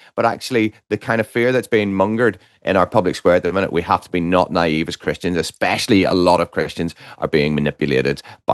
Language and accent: English; Northern Ireland, United Kingdom; I come from Northern Ireland